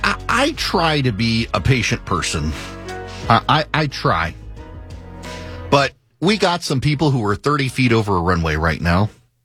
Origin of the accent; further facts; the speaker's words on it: Louisiana, United States; I'm from Louisiana.